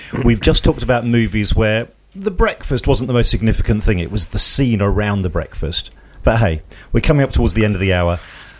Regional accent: United Kingdom; as somebody growing up in Britain with my like bowl of Kellogg's cornflakes

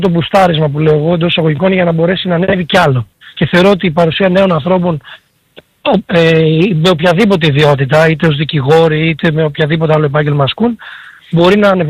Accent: Missolonghi, Western Greece, Greece; now in Athens, Greece; τη δικιά μου πόλη στην οποία έχω μεγαλώσει

